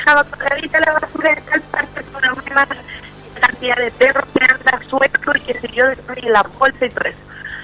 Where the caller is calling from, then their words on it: Coronel, Biobío, Chile; nosotros, los coronelinos, lo estamos haciendo peor.